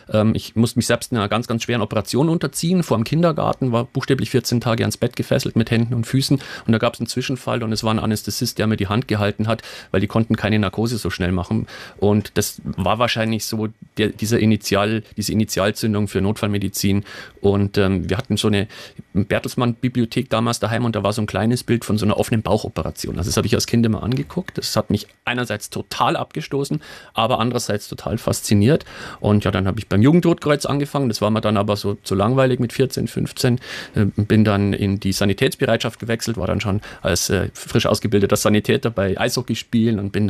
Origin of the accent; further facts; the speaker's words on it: Bavaria, Germany; Und klar, wir sind relativ schnell beim Du in Bayern